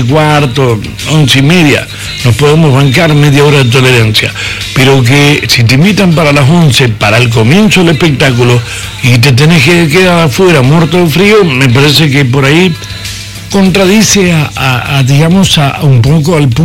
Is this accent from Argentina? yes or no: yes; Argentina